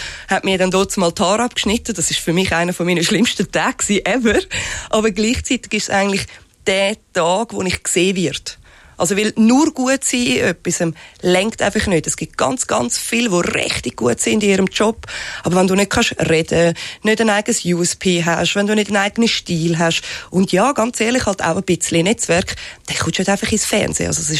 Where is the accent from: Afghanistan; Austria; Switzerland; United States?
Switzerland; accent: Swiss German; first language Swiss German